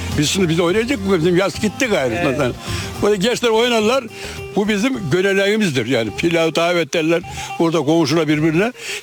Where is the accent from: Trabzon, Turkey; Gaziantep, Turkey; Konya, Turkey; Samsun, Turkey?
Konya, Turkey; born there; Bizim köy 5 kilometre aşağıda.